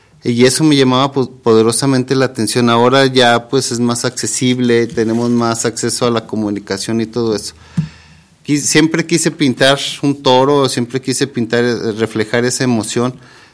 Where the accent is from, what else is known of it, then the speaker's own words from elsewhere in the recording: Guadalajara, Jalisco, Mexico; yo nací en Guadalajara, Jalisco, y mis abuelos y mis padres nos llevaban desde muy pequeños a mis hermanos y a mí a la Plaza Nuevo Progreso.